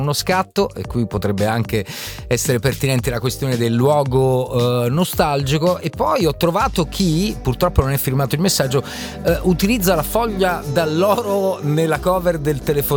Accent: Naples, Campania, Italy; born there; il luogo nativo, nel mio caso Napoli, la mia città natale

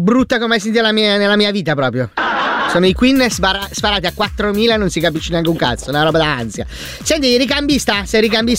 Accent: Milan, Lombardy, Italy; Io sono originario di Milano, però sono a Roma per affari.

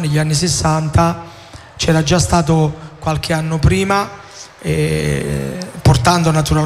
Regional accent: Naples, Campania, Italy; sono nato nel 69, sono rientrato subito in Italia, ho sempre vissuto a Napoli, non sono mai andato via

